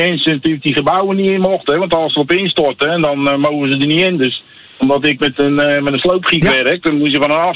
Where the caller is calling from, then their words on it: Rotterdam, South Holland, Netherlands; Ik ben in Blijdorp, Rotterdam Noord.